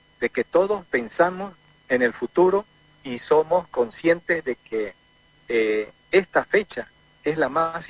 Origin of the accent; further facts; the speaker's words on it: Santa Cruz, Bolivia; hablamos como bolivianos, no como cruceños. Entonces, esa es una situación importante que para nosotros acá en Santa Cruz